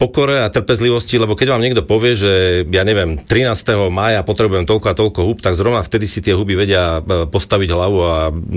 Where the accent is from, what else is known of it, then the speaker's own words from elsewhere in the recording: Považská Bystrica, Trenčín Region, Slovakia; keďže som z Považskej Bystrice